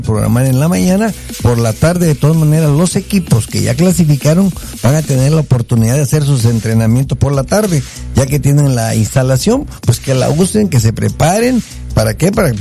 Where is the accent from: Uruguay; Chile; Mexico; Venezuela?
Mexico; Como mexicano, claro, le vamos a la selección mexicana